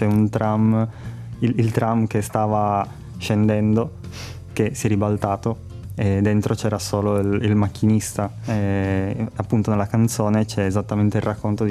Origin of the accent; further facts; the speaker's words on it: Sardinia, Italy; Io dalla Sardegna.